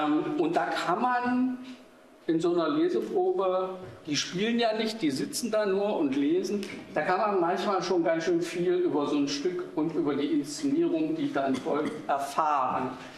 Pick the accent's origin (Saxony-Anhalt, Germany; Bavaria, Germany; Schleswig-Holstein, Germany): Saxony-Anhalt, Germany; Dessau; moved away; Ja, also wie Sie gehört haben, ich bin in Dessau geboren und auch aufgewachsen. Ich habe die Stadt verlassen, da hatte sie nur 100.000 Einwohner.